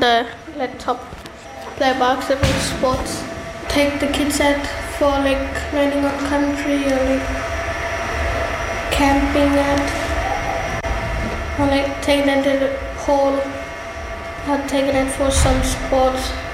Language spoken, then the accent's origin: English; Andaba Camp, Northern Territory, Australia; first language Western Aranda; I'm from Andaba Camp, and what language I speak is Western Aranda